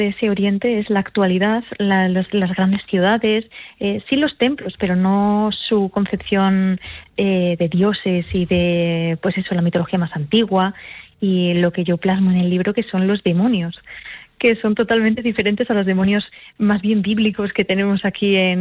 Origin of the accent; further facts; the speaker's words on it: León, Castile and León, Spain; now in Gran Canaria, Spain; Sí, aunque yo soy de León, con un poco de alma asturiana, pues siempre he veraneado por Gijón.